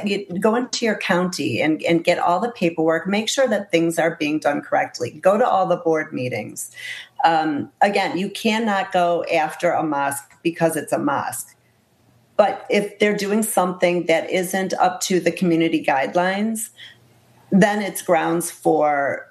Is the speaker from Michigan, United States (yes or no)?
yes; Michigan, United States; now in Florida, United States; I'm originally from Michigan